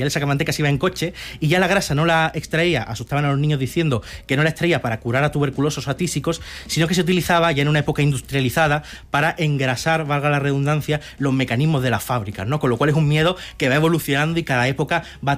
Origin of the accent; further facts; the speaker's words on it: Andalusia, Spain; yo soy andaluz